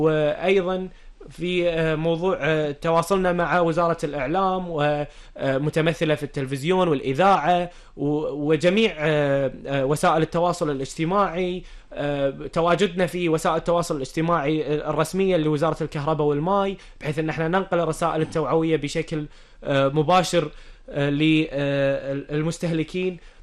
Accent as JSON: {"language": "Arabic", "country": "Kuwait", "said": "ولأول مرة في تاريخ الكويت الحمد لله قدرنا نكسر قمة الأحمال عندنا في الكويت"}